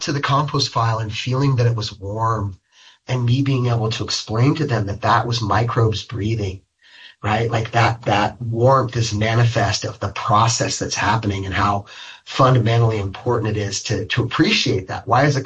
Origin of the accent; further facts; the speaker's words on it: Chico, California, United States; also born or lived in Seattle; growing up in Chico and growing up around kids whose parents were professors